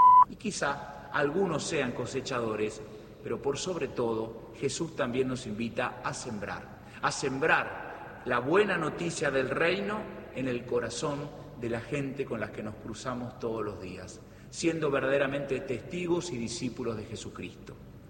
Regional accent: Argentina; como argentinos podamos reconstruir los vínculos

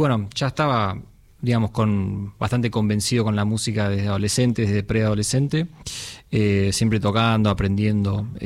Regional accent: Buenos Aires Province, Argentina; also born or lived in San Francisco, United States; Nací en San Francisco, California. Ahí viví hasta los 6 años. Mi papá es argentino, mi mamá es uruguaya. Y cuando yo tenía 6, nos vinimos a vivir a la Argentina. Me crié en Buenos Aires

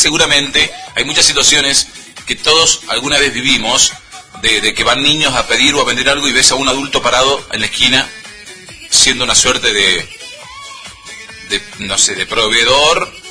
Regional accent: Rama Caída, Mendoza, Argentina; de Rama Caída y eso que voy una vez al mes al centro, me vengo toda enrabiada, enojada se viene.

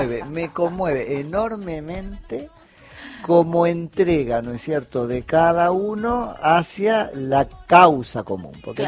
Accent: Argentina; sí, no es que somos de la selección, somos argentinos.

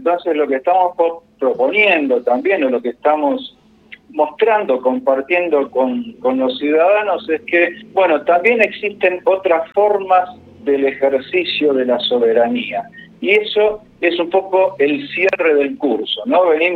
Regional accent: Argentina

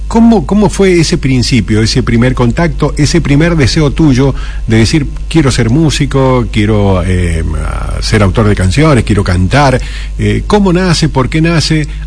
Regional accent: Argentina; viste cómo somos los argentinos, triunfalistas

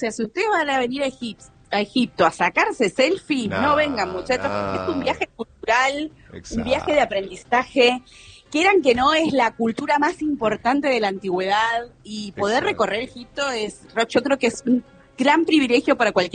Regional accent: Neuquén, Argentina; moved away as an adult; also born or lived in Buenos Aires / Santa Cruz / Río Negro / Bariloche; now in Egypt; Yo nací en Buenos Aires, me crié en Neuquén, después volví a Buenos Aires a estudiar y de grande estuve trabajando en Santa Cruz, en Río Negro, y bueno, el último lugar donde estuve viviendo antes de mudarnos acá fue en Bariloche.

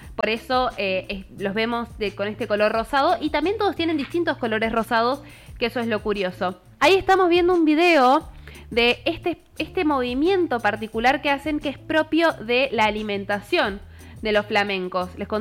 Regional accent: Argentina

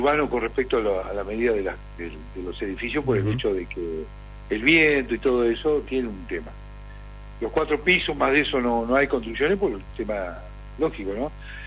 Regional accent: Argentina

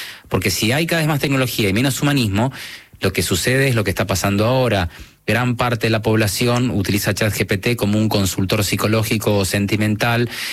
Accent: Buenos Aires, Argentina; accent: Argentine; no tengo muy el argentino, como que se nota, pero sí afuera se dan cuenta que soy argentino, porque tengo algo de acento, ¿no? Pero no es muy marcado.

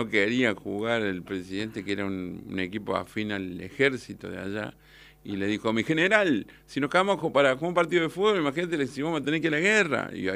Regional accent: Córdoba, Argentina; Al final somos los porteños de Córdoba.

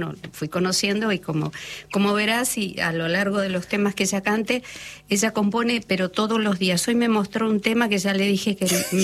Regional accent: Venezuela; born there; also born or lived in Spain / Puerto Rico / Martinique; Yo llegué a Venezuela después de estar un poquito en Puerto Rico, un poquito en Martinica. Un poquito. Yo era, y era, no, mis padres eran, ya salieron de España padres. Después de la posguerra.

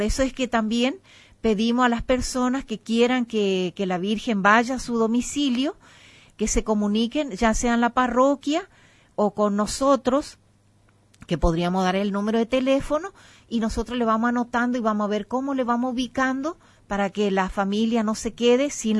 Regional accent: Las Lomitas, Formosa, Argentina; ni yo que soy de Las Lomitas

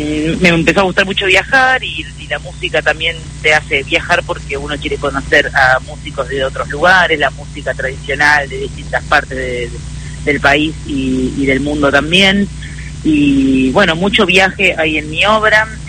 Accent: Remedios de Escalada, Buenos Aires Province, Argentina; me crié en Remedios de Escalada, en el conurbano bonaerense

